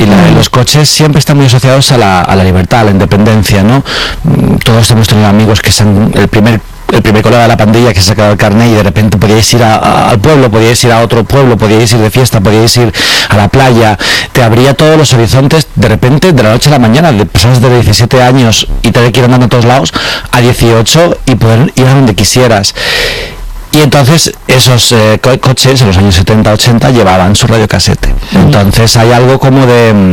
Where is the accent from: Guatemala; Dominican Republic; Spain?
Spain; Alcorcón, Community of Madrid; cuando decían, ¿tú de dónde eres? Yo decía, Alcorcón